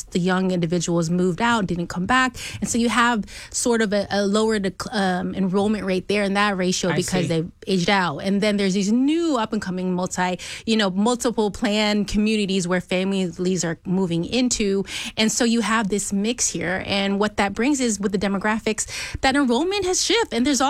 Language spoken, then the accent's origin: English; Texas, United States; Yeah, so I grew up in Fort Bend County, went to a Fort Bend school district